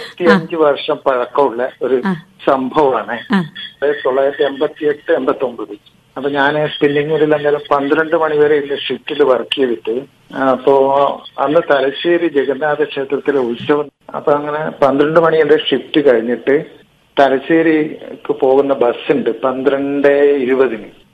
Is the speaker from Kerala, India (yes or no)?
yes; Kerala, India; now in Pinarayi, India; എന്റെ നാട് കൂത്തുപറമ്പിനടുത്താണ്. ഇപ്പൊ താമസിക്കുന്നതാണ് പിണറായി.